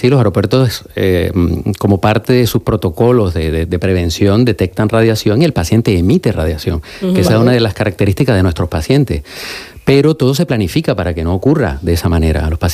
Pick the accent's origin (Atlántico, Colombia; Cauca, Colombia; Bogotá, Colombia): Atlántico, Colombia; Barranquilla; born there; moved away; Yo nací en Barranquilla, Colombia.